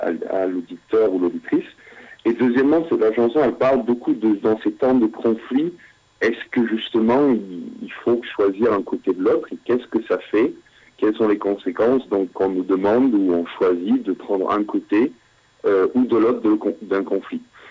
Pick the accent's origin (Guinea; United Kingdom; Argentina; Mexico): United Kingdom; Scotland; accent: Scottish; mon accent écossais qui varie sort de temps en temps dans les paroles